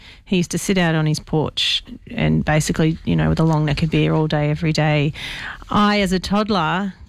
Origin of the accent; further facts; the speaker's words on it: Sydney, New South Wales, Australia; Yeah, so I grew up on King Street, Mascot, very busy street.